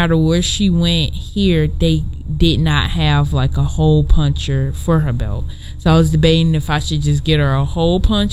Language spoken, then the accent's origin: English; Texas, United States; moved away; I'm from Texas